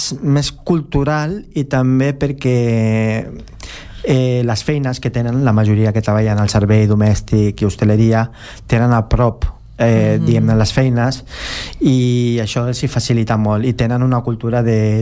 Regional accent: General Trias, Cavite, Philippines; Catalan is a second language; now in Spain; Nosaltres venim de General Trias, que és una ciutat que està a les afores de Manila. Estem a 50 quilòmetres de Manila. Manila és la capital de Filipines. I, és un poble, per dir.

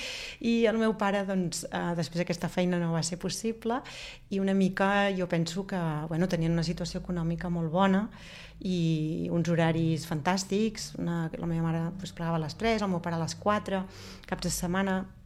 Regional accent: Manresa, Catalonia, Spain; born there; Catalan is a second language

